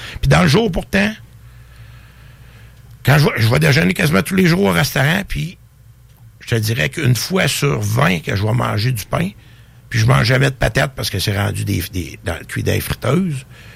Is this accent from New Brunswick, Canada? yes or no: yes; New Brunswick, Canada; born there; Ça, c'est dans mon coin que je suis né au Nouveau-Brunswick, là.